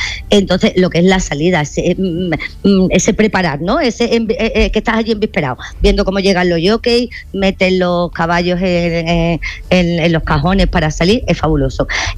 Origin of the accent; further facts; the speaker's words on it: Seville, Andalusia, Spain; Bueno, perdona, yo soy de Sevilla.